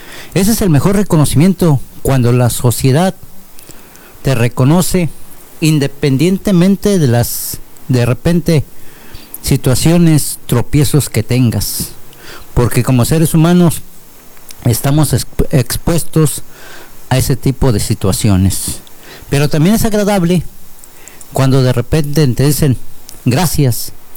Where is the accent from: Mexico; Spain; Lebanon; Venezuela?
Mexico; ¿Qué acaso somos mexicanos solamente un día?